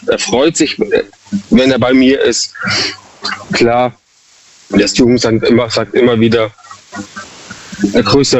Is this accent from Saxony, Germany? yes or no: no; Munich, Bavaria, Germany; now in Freiburg, Germany; Also ich bin ursprünglich aus Bayern, mhm. Ja, Münchner Kindl.